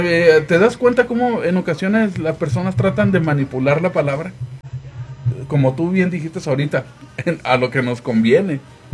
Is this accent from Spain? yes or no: no; Mexico; moved away; me considero obviamente mexicano